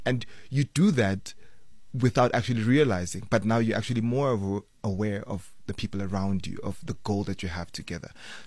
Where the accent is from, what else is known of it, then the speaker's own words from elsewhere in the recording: South Africa; But as a South African people, as a nation, we love singing.